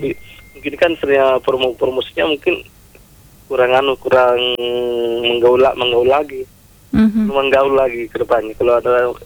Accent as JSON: {"language": "Indonesian", "town": "Bone", "region": "South Sulawesi", "country": "Indonesia", "said": "ternyata ini makanan dari daerah aku, ternyata daerah aku tercinta dari Bone, ternyata begitu ya."}